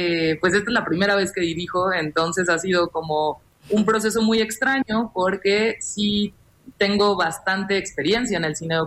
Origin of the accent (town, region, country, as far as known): Mexico